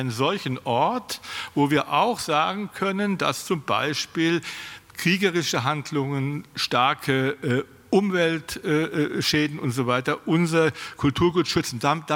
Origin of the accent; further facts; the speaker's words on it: Berlin, Germany; meiner Heimatstadt Berlin